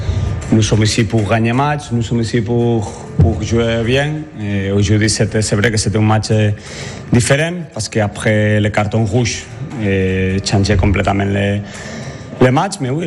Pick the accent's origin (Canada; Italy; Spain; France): Spain; French is a second language; moved away; parce que je suis espagnol, je ne sais pas, mais je parle français.